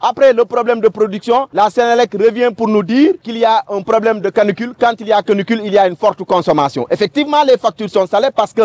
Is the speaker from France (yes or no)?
no; Senegal; Parce que nous sommes des Sénégalais et nous aimons ce pays et nous sommes capables de comprendre.